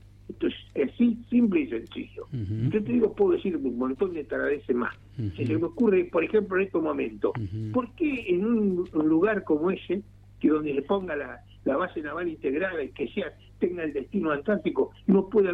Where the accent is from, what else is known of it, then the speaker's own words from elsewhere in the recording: Buenos Aires, Argentina; born there; now in Tierra del Fuego, Argentina; Yo te digo porque soy porteño, aunque sea por vivir o por opción, yo nací en la capital federal.